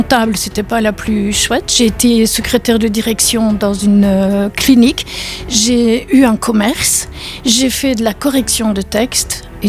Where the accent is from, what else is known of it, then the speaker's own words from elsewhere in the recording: Liège, Wallonia, Belgium; also born or lived in Kigali; Oui, j'avais 2 ans et jusqu'à 16 ans, j'ai habité à Liège.